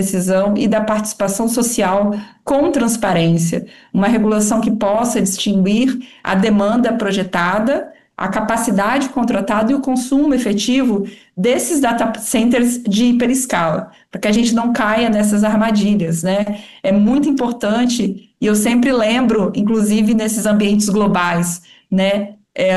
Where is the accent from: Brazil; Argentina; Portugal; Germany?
Brazil; como brasileira, parte de um movimento global